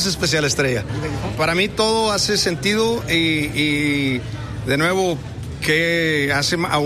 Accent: Michoacán, Mexico; Siendo michoacano

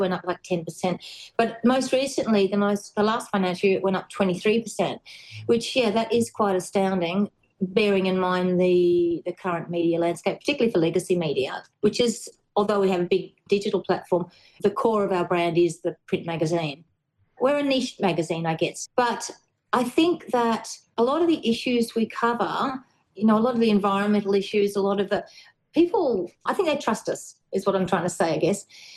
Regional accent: Australia; We try to celebrate being Australian. We try to celebrate everything about Australia.

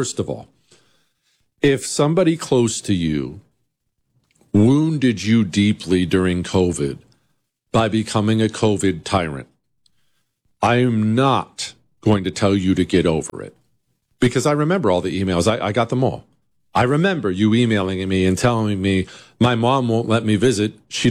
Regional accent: United States; as an American citizen

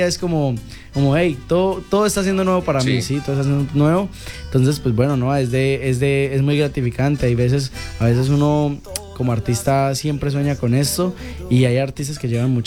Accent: Florencia, Caquetá, Colombia; Pues es que yo soy del Caquetá, imagínate, de Florencia.

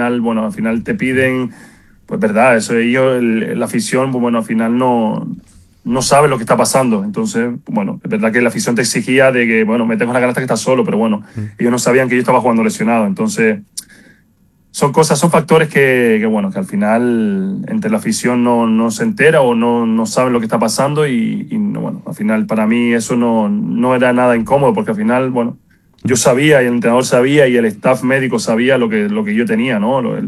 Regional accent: Canary Islands, Spain; mi mayor ilusión era estar en mi isla, en mi tierra

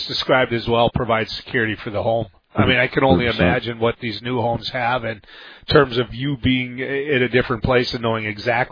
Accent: Barnesville, United States; I know Barnesville's kicking in. Well, my hometown as well.

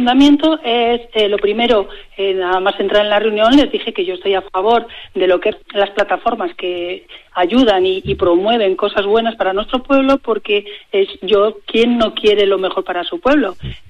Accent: Cantalejo, Castile and León, Spain

